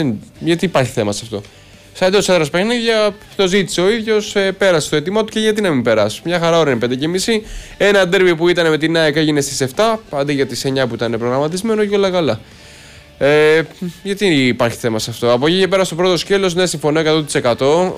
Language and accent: Greek; Edessa, Central Macedonia, Greece; εγώ κατάγομαι από την Έδεσα που είναι δίπλα στη Θεσσαλονίκη